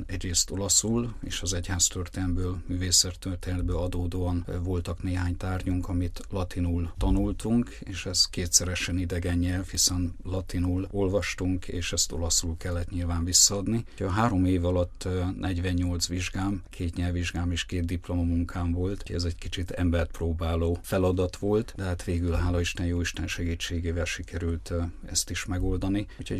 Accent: Gyöngyösfalu, Vas, Hungary; moved away; Én most is ott vagyok otthon, Gyöngyösfaluba, ott lakik édesanyám

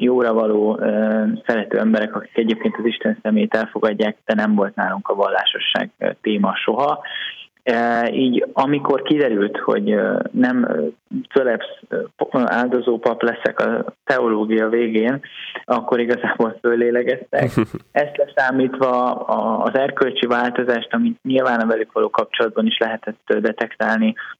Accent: Budapest, Hungary; én egy teljesen vallástalan családból származom, egy budapesti családból, egykeként nőttem föl.

